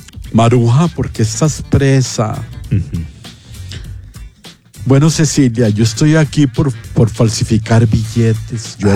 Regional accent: Colombia; Que yo soy colombiana.

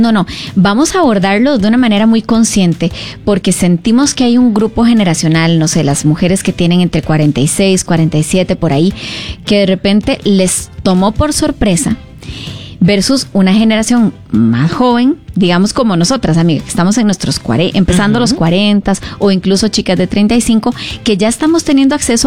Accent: Costa Rica; se está en Costa Rica y que está mi tierra.

